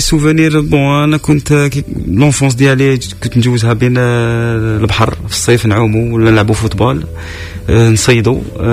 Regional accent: Algeria; أبري أنا يا وين كبرت في صدير في الريجيون تاع الوسط بين الجزائر العاصمة تونس

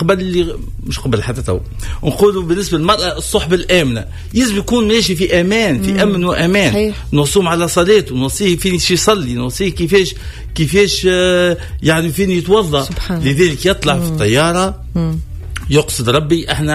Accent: Tunisia; احنا توانسة

